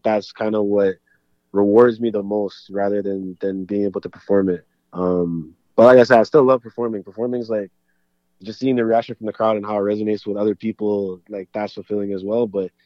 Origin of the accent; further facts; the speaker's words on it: Ottawa, Ontario, Canada; In Barrhaven, actually, so it's right by, like, where I grew up and stuff